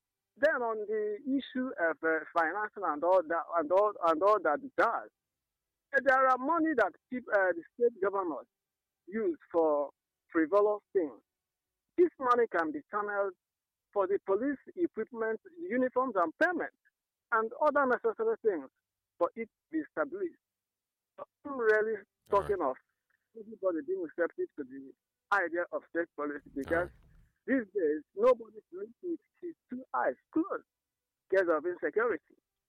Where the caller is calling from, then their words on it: Mozambique; I'm waiting from Mozambique.